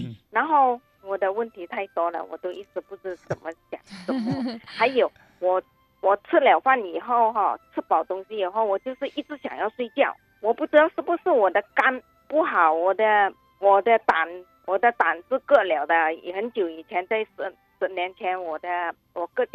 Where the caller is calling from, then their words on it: Vancouver, British Columbia, Canada; Chinese is a second language; 我是来自温哥华的加拿大温哥华的